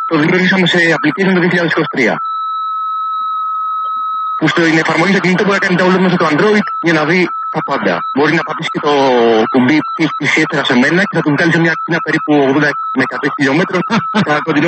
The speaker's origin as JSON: {"language": "Greek", "town": "Arta", "region": "Epirus", "country": "Greece", "said": "Καταγωγή μου είναι από Άρτα."}